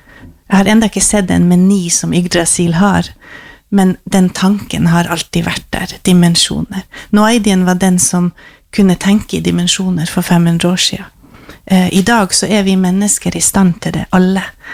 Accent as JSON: {"language": "Norwegian", "region": "Finnmark", "country": "Norway", "said": "Jeg kommer fra Øst-Finnmark, Øst-Varanger, vi har ikke trær."}